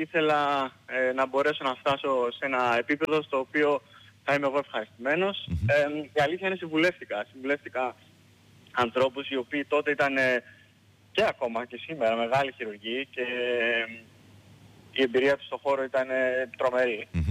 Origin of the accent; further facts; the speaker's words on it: Rhodes, South Aegean, Greece; moved away as an adult; also born or lived in Kastellorizo; now in Germany; Ρόδιος, όπως είπες, γεννημένος και μεγαλωμένος στη Ρόδο, μετά τις σπουδές μου και το στρατιωτική μου θητεία έτσι στο Καστελόριζο